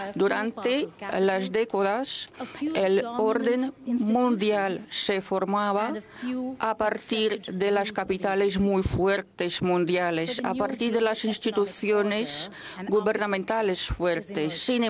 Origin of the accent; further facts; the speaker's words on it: India; yo, siendo moderadora y provengo de la India, hemos agregado unas especies de la India